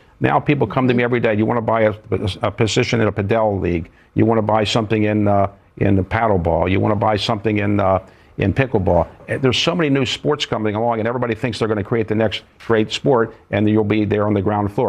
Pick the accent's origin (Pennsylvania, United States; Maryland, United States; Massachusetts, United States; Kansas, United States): Maryland, United States; Baltimore; Well, I grew up in Baltimore, and I thought I hadn't done as much philanthropically for Baltimore as I probably should have.